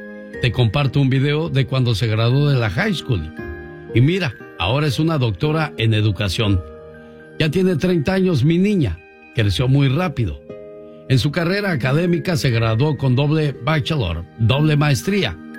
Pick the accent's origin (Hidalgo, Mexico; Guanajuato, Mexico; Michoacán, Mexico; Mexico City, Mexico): Guanajuato, Mexico; moved away as an adult; Yo soy su mamá … Tengo 3 hijos, soy de México, Guanajuato.